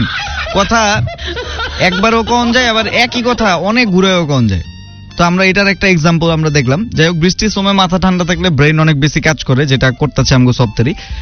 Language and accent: Bangla; Parbatipur, Rangpur Division, Bangladesh; also born or lived in Gandharbapur; now in Rangpur, Bangladesh; আমার বাড়ি পার্বতীপুর রং থাকি, রংপুর থেকে রংপুর আগে ছিলাম গন্ধর্বপুর।